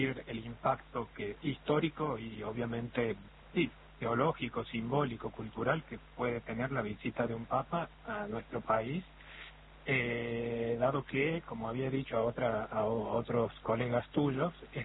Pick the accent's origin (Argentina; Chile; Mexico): Argentina; Córdoba; now in Italy; Soy cordobés, y no sé si se siente la tona.